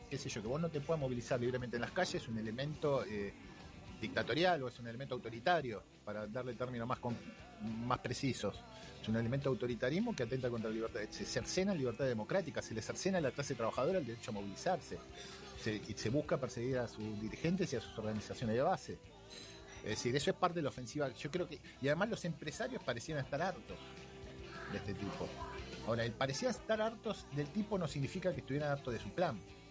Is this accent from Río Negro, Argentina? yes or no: no; Mar del Plata, Buenos Aires Province, Argentina; yo soy de Mar del Plata